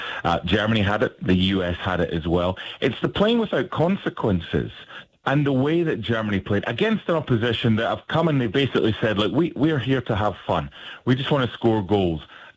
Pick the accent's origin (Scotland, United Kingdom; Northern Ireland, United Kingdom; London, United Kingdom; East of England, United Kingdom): Scotland, United Kingdom; And then as a Scotsman, yeah, well, we'll turn the TV off if they were to win the World Cup.